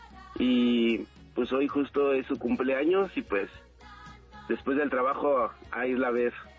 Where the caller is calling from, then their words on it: Mexico City, Mexico; De Nápoles, acá en la del Valle.